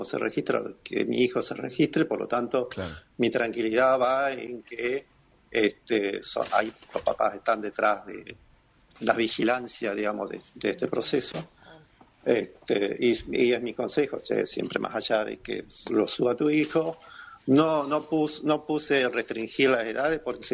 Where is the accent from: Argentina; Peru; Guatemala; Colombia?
Argentina; Santa Elena, Entre Ríos; nosotros que somos de Santa Elena, sabemos muy bien que de Santa Elena hay mucha gente que trabaja en Paraná, que estudian en Paraná